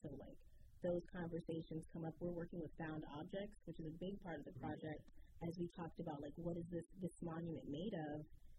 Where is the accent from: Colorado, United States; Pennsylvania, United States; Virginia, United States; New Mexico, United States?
Virginia, United States; Richmond; born there; myself as an American, African-American artist born here